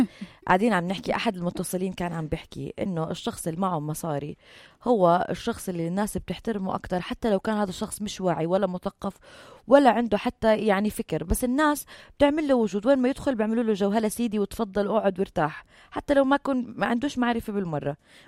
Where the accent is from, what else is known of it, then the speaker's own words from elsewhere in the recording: Beirut, Beirut Governorate, Lebanon; أنا من بيروت حضرتك